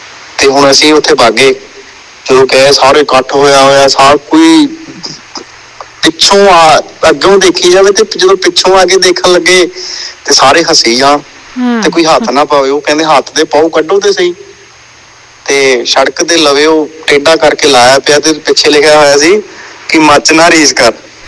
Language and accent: Punjabi; Longowal, Punjab, India; ਪਿੰਡ ਮੇਰਾ ਲੌਂਗੋਵਾਲ ਹੈ ਤੇ ਸਾਡਾ ਨੀ ਕਸੂਰ, ਸਾਡਾ ਜ਼ਿਲ੍ਹਾ ਸੰਗਰੂਰ ਹੈ ਜੀ।